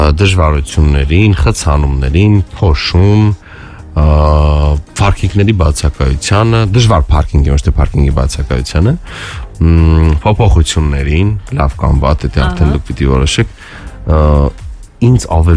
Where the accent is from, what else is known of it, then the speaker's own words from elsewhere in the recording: Yerevan, Armenia; միգուցե որ այստեղ ծնվել մեծացել ենք դրանից, հա